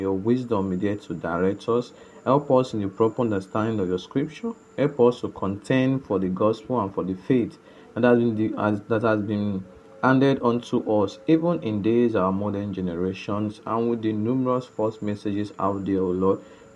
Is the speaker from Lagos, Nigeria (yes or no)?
no; Okada, Edo, Nigeria; from Okada Town, Edo State, Nigeria.